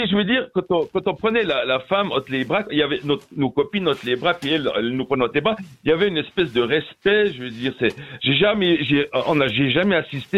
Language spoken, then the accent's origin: French; Tramelan, Bern, Switzerland; Moi, je viens de village du Jura.